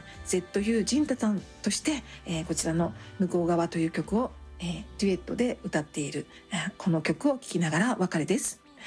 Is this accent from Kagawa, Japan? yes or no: yes; Takamatsu, Kagawa, Japan; 実は西山浩二さんは香川県高松市出身ということで、私も香川県高松市出身なので